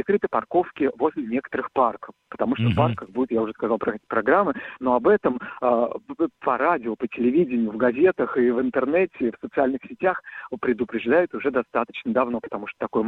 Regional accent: Bashkortostan, Russia; Да, хочу еще сказать, что Башкирию, это мой родной край, на этой фольклориаде тоже, естественно, представят коллективы.

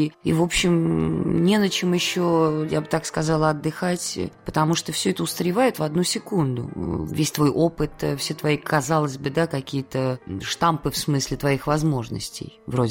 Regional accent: Moscow Oblast, Russia; moved away as an adult; also born or lived in Saratov; Я в Саратове никогда не жила, я уехала туда из Москвы. Потому что я жила под Москвой, и родители у меня жили там.

